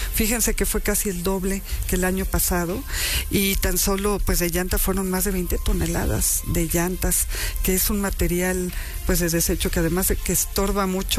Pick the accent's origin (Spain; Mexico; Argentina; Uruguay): Mexico; Puebla